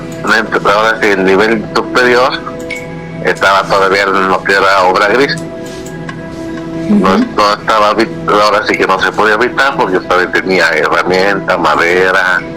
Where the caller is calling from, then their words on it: Tecámac, State of Mexico, Mexico; Desde Tecámac, Estado de México.